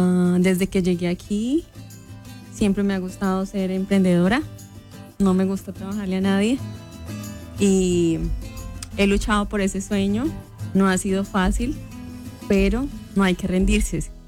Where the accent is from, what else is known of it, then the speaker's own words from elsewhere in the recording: Colombia; moved away as an adult; now in Omaha, United States; Bueno, soy originaria de Colombia. Llevo 4 años aquí en Estados Unidos. En Omaha llevo 3 años y algo.